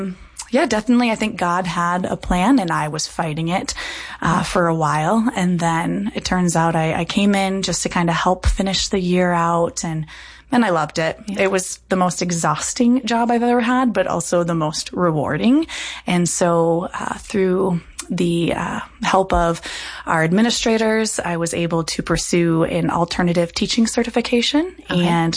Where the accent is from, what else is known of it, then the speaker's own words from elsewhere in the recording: Colton, South Dakota, United States; So I grew up in Colton, South Dakota, small town, and grew up attending St. Joseph the Workman right outside of Colton there.